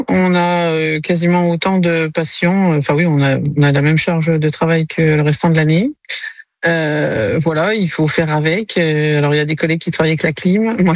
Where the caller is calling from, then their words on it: Montbard, Bourgogne-Franche-Comté, France; Montbard, je suis sur Montbard.